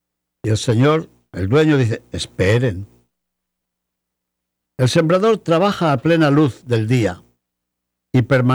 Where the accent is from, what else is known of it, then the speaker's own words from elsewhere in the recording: Spain; born there; accent: Leonese-Asturian dialect; moved away; En mi tierra, que tenía un dialecto medio leonés, medio asturiano